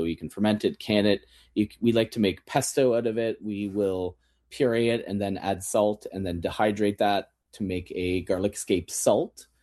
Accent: Kitchener, Ontario, Canada; I mean, I grew up in Kitchener, and our next door neighbor had a big asparagus patch and would bring us bunches by the handful.

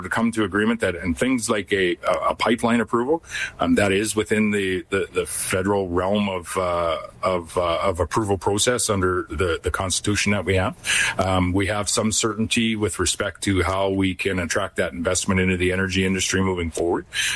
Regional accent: Canada; I'm not Albertan, but I am a Canadian

